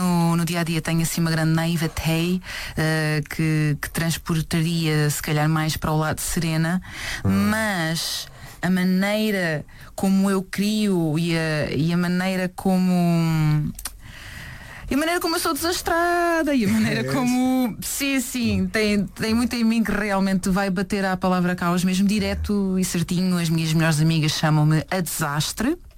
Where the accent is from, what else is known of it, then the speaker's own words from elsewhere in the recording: Vilar, Lisbon, Portugal; Sou da aldeia do Vilar, no concelho do Cadaval.